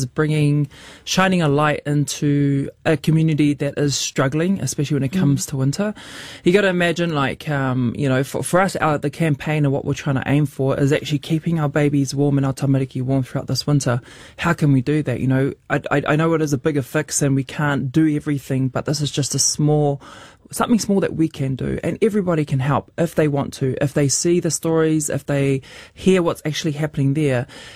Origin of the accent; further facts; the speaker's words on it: Mangere, Auckland, New Zealand; also born or lived in Rotorua; I was born in Rotorua, but brought up in Mangere, South Auckland. Middlemore Hospital's right there.